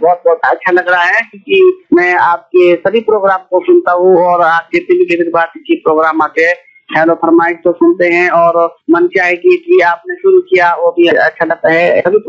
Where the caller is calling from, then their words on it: Ghunda, Himachal Pradesh, India; मैं कहना चाहता हूँ मैं छोटे से एक गांव में रहता हूँ, मेरे गांव का नाम है घुंडा और तहसील कोटखाई और बहुत अच्छा मतलब क्षेत्र है